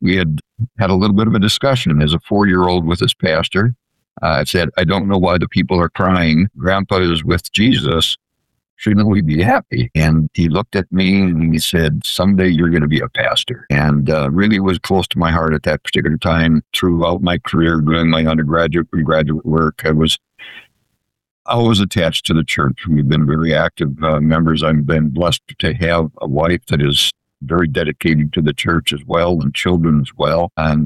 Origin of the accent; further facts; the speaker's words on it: Minnesota, United States; moved away as an adult; also born or lived in Beausejour, Manitoba, Canada; I grew up in northern Minnesota, about 90 miles away from the Canadian border and about 90 miles away from Fargo, North Dakota, out there in the farm and lakes country.